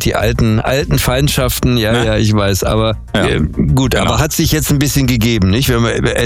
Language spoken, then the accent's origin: German; Dortmund, North Rhine-Westphalia, Germany; born there; Ja, natürlich, ich bin in Dortmund geboren, da weiß ich auch, wo Oberhausen ist.